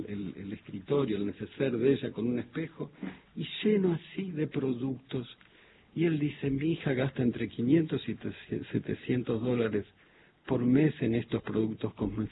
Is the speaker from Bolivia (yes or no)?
no; Argentina; yo soy re argentino y digo, bueno, este país ha recibido históricamente.